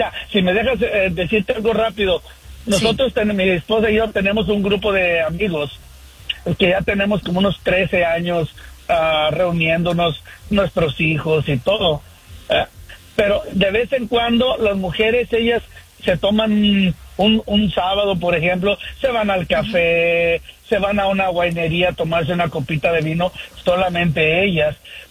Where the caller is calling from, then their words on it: Sacramento, California, United States; Buen día, aquí de Sacramento … buenos días a todos y arriba Michoacán.